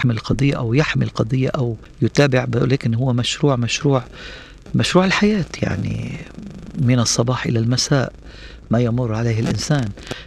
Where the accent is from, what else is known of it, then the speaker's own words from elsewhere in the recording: Lebanon; أنا جاي من بيروت، جاي من بلد منكوب،